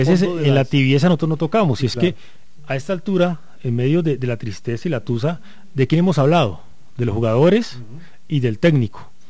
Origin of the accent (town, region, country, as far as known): Colombia